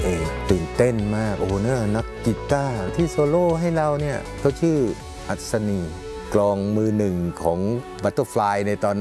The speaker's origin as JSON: {"language": "Thai", "region": "Bangkok", "country": "Thailand", "tie": "born there", "said": "อายุก็ตอนนี้นะครับจริงๆแล้วก็64แล้วเกิดในกรุงเทพมหานครแต่คุณพ่อคุณแม่เป็นชาวสมุทรสงครามอัมพวาบางคนทีแถวๆนั้นนะครับมีคลองมีสวนเป็นชาวสวนกันมาก่อนแล้วก็โยกย้ายมาอยู่ในกรุงเทพ"}